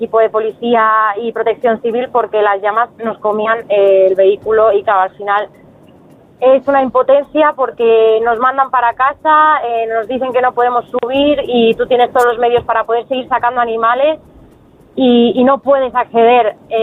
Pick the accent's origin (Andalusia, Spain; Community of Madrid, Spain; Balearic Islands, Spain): Community of Madrid, Spain; Villaviciosa de Odón; Nada, nosotros somos de Villaviciosa de Odón, mi novio tiene una empresa de transporte de caballos principalmente, pero nosotros no somos de ninguna de las zonas afectadas, somos de Villaviciosa de Odón.